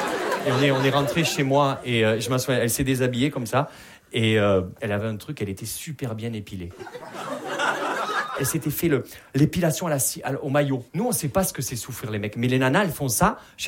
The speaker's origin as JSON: {"language": "French", "town": "Perpignan", "region": "Occitanie", "country": "France"}